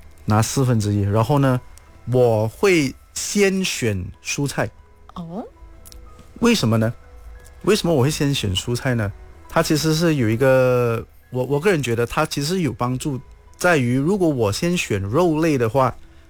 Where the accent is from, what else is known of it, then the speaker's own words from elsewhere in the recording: Malaysia; 我们马来西亚人人均吃货嘛